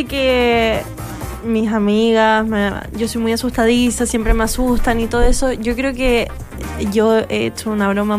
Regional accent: Chile; acá se nota cómo somos los chilenos.

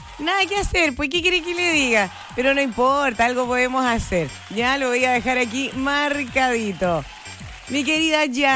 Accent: Chile; nosotros como chilenos tenemos que comprar neumático de otros países

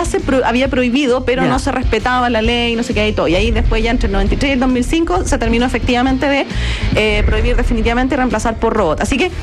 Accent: Chile

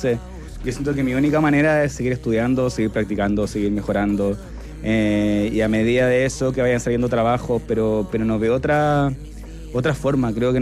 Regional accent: Iquique, Tarapacá, Chile; Yo crecí, mi infancia fue en Iquique, entonces también escuchamos harto de … por ejemplo.

